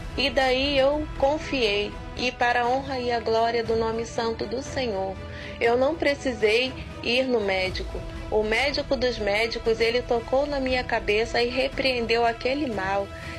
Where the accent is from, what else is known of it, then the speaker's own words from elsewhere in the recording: Paraná, Brazil; Sou aqui do Paraná.